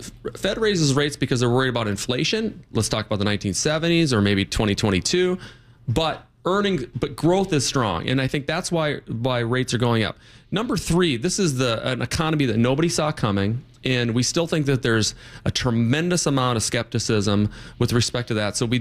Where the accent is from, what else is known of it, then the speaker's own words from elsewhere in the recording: Minnesota, United States; I was born and raised in Minnesota.